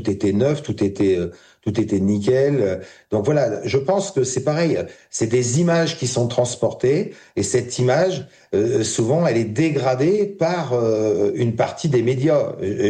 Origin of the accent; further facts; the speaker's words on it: Hauts-de-France, France; La ferme des 1000 vaches, elle était à 25 km de chez nous, puisqu'elle était à Abbeville. Moi, je suis de la Somme.